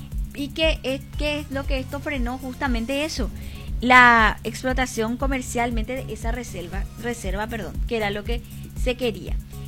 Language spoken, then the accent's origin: Spanish; Paraguay; nuestro país